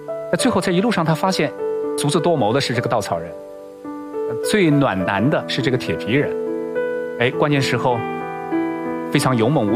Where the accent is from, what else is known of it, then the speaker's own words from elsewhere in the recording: Jingdezhen, Jiangxi, China; 我看这五王庙，我小时候在这里